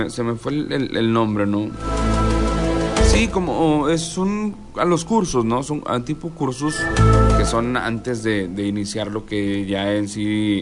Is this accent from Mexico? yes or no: yes; Mexico